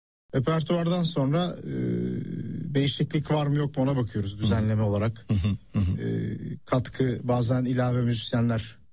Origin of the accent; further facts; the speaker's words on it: Istanbul, Turkey; Ben Taksim'de doğdum. Yani, ilk doğduğum ev, hatta yıllarca orada oturduk.